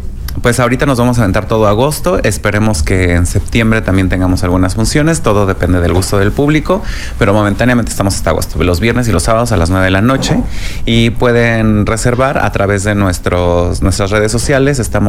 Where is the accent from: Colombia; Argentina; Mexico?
Mexico